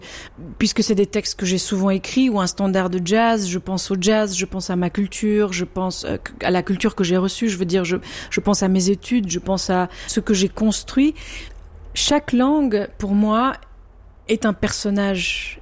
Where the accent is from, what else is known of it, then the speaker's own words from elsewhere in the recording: Albania; first language Albanian; French is a second language; J'ai grandi déjà en Albanie avec une langue, ça veut dire l'albanais, mais tout le monde regardait la télévision italienne. L'italien fait aussi partie de mon enfance et donc oui, je le parle.